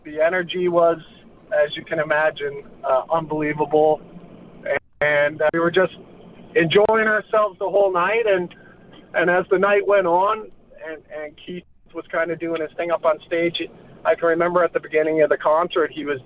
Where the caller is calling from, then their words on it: Harbour Grace, Newfoundland and Labrador, Canada; I'm from Harbor Grace.